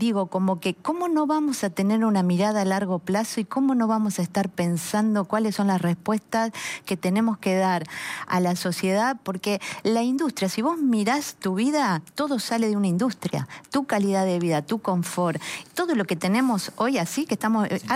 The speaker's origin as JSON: {"language": "Spanish", "country": "Argentina", "said": "como argentinos, también nos hacen falta."}